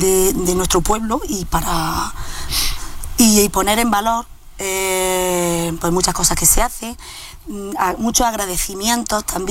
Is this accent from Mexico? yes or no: no; Chilluévar, Andalusia, Spain; moved away as an adult; now in Jaén, Spain; Porque es que mi Chillueva es mi pueblo y es el mejor del mundo entero.